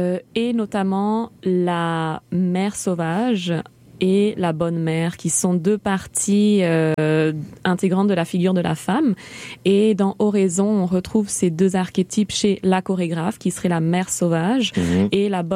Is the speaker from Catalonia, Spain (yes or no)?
yes; Barcelona, Catalonia, Spain; also born or lived in Indonesia / Chile; Non, en fait, je suis née en Espagne, à Barcelone.